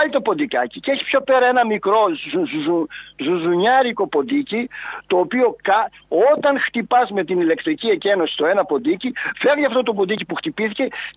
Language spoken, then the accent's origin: Greek; Kardamas, Western Greece, Greece; να πάω εγώ στο χωριό μου τον Καρδαμά να δουλέψω στο χτήμα μου